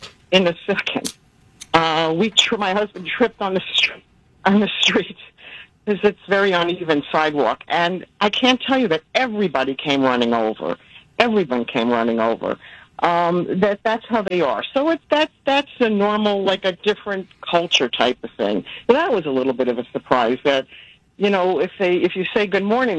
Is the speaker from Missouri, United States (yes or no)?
no; New York, United States; moved away as an adult; also born or lived in Chicago, Illinois, United States; now in Israel; I was born and raised in New York, in case you can't tell by the accent, but I lived for over 50 years in the Midwest in Chicago.